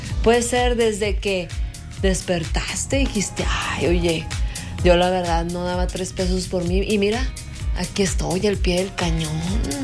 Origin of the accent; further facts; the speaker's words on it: Comarca Lagunera, Mexico; nosotros, laguneros